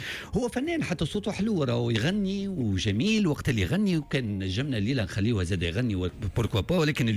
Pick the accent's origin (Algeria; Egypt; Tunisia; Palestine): Tunisia; Djerba, Medenine